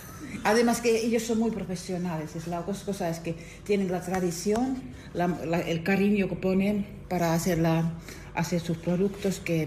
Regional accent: Helsinki, Uusimaa, Finland; Spanish is a second language; now in Tunte, Spain; Casi, casi. Casi, casi, se confunde. Yo soy de Finlandia.

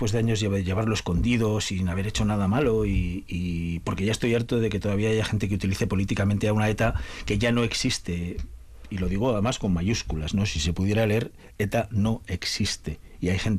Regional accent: Alsasua, Navarre, Spain; yo soy navarro, soy de Alsasua, pero cuantitativamente gran parte de mi familia es de Agurain

